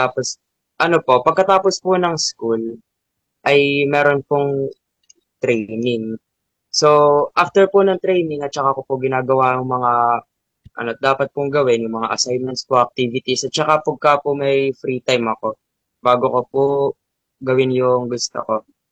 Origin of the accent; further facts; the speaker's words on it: Morong, Rizal, Philippines; Ako lang po yung taga-Morong.